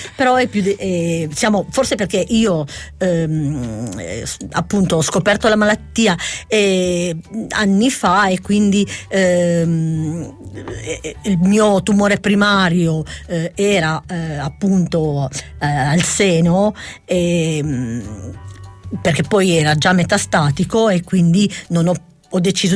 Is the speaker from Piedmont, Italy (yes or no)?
yes; Bricherasio, Piedmont, Italy; Noi siamo di Bricherasio